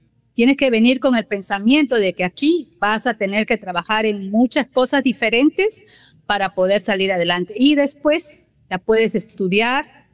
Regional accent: Bellavista, Callao, Peru; born there; En Bellavista, en el Callao, y corría

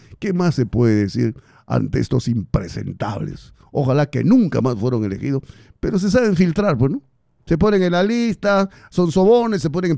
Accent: Peru; somos los peruanos

